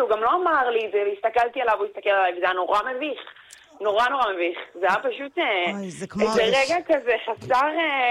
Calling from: Tel Aviv, Tel Aviv District, Israel; אני מתל אביב, אני בת 22.

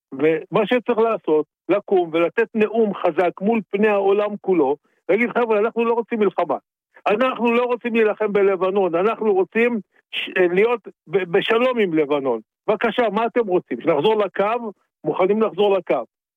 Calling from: Central Israel, Israel; אני מהמרכז.

